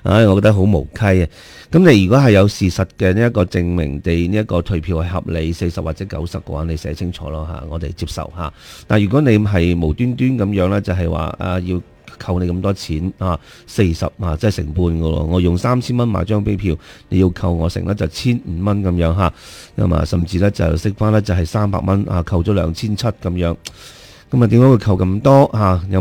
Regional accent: China; 就是我们中国人的一个传统方面明显是不啱的啦。

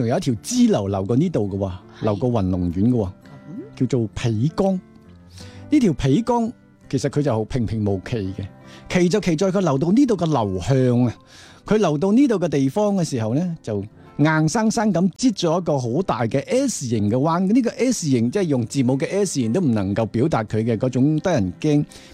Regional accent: Guangdong, China; 你的口味如果好像我们广东人口味淡的话，

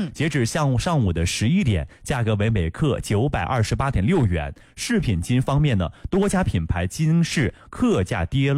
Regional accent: Linfen, Shanxi, China; 我们是临汾人，骄傲自豪。我从小生在临汾，长在临汾，

